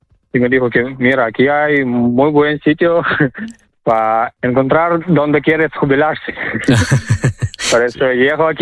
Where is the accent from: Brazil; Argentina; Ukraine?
Ukraine; Spanish is a second language; moved away as an adult; now in Gijón, Spain; Yo soy de Ucrania y aquí vivo en Gijón 5 años.